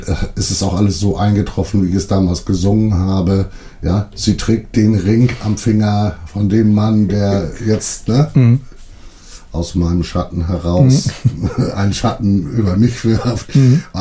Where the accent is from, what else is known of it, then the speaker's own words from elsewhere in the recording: Fehmarn, Schleswig-Holstein, Germany; Ich bin auf Fehmarn aufgewachsen, richtig, genau.